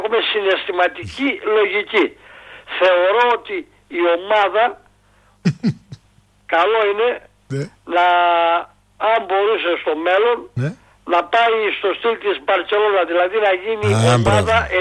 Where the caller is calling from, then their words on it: Katerini, Central Macedonia, Greece; είμαι από Κατερίνη